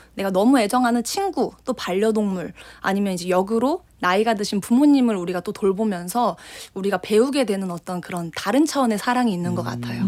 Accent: Seoul, South Korea; moved away as an adult; now in Suncheon, South Korea; 네, 서울인데 나 원래 서울인데

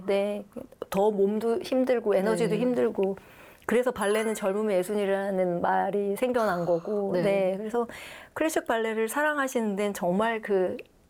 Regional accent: South Korea

